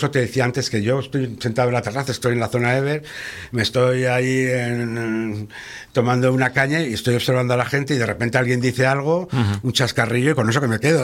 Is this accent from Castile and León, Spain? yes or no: yes; León, Castile and León, Spain; born there; yo nací en León porque casualmente en aquella época mi madre sacó unas cátedras y eligió León, y mi padre siguió a mi madre.